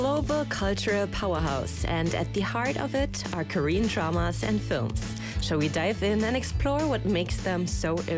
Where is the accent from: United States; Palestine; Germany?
Germany